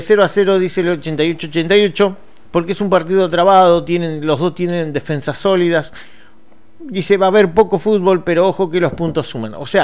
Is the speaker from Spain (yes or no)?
no; Argentina